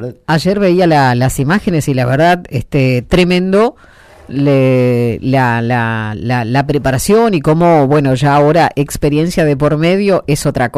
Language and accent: Spanish; Argentina; aquí nuestra, de los argentinos